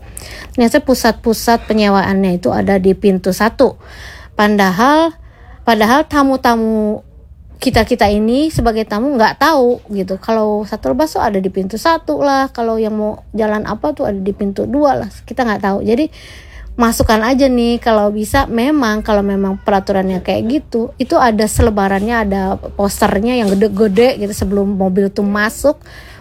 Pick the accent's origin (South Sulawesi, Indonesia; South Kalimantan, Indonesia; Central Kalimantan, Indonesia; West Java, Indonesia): West Java, Indonesia; Bogor; Saya sebagai orang Bogor kok kayaknya harus mikir keras gitu sama adik saya waktu itu yang bawa mobil.